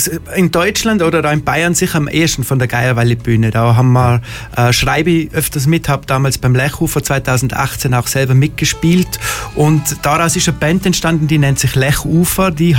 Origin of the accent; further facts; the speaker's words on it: Bach, Tyrol, Austria; Also ich komme auch aus Bach im Lechtal und da kennt sich jeder. Wir sind eine Gemeinde mit 600 Seelen.